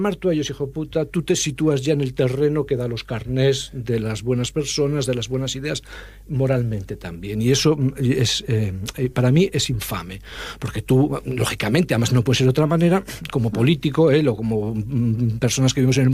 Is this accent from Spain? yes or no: yes; Spain; nosotros, como españoles blancos